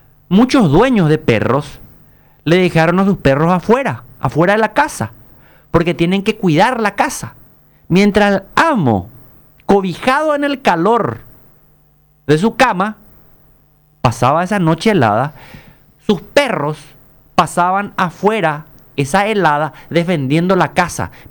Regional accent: Paraguay; Estuve en los Estados Unidos, estuve en Nueva York, estuve en Boston. ¿Qué carajo me importa a mí los Estados Unidos? Yo soy paraguayo.

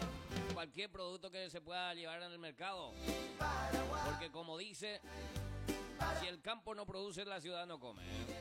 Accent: Paraguay; Esa esencia como paraguayo, llevando en alto lo que es nuestra cultura popular

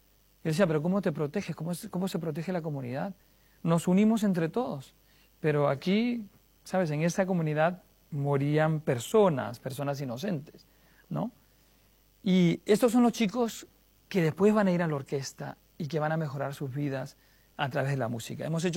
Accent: Peru; now in Europe; Yo soy peruano, yo he venido aquí a Europa y agradezco porque se me ha dado muchas oportunidades

